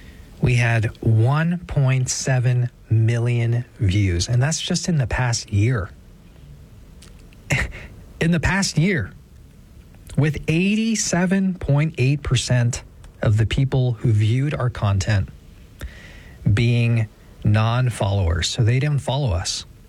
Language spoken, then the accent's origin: English; Houston, Texas, United States; I'm from Houston